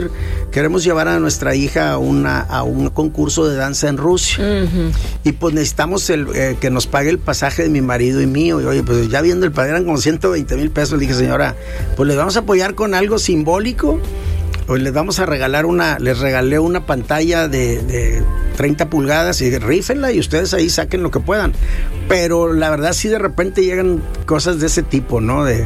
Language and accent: Spanish; Tampico, Tamaulipas, Mexico; yo soy de Tampico